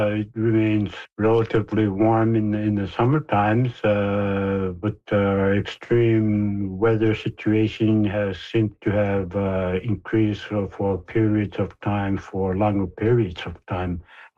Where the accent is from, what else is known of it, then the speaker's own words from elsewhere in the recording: Pangnirtung, Nunavut, Canada; moved away as an adult; now in Grise Fiord, Canada; Well, I've been living here for just over 30 years. I'm originally from Pang